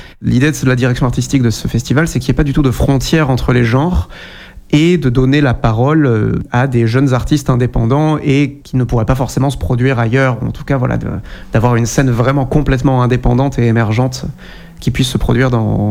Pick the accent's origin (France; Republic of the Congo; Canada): France; Saint-Martin-des-Combes, Nouvelle-Aquitaine; born there; also born or lived in Bordeaux; En fait, j'ai grandi en Martinique, j'ai fini de grandir à Saint-Martin-des-Combes et j'ai fait mon conservatoire à Périgueux avant d'aller étudier ensuite à Bordeaux.